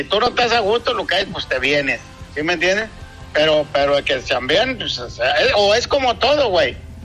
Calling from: Mexico; los mexicanos somos trabajadores

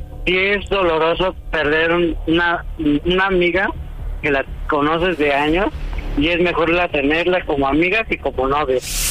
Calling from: Oaxaca, Mexico; Tengo 31 años y soy de Oaxaca.

